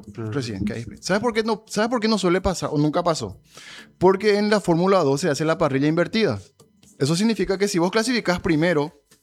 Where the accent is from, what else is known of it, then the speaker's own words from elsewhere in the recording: Paraguay; para nosotros también, ¿verdad? Que, que somos paraguayos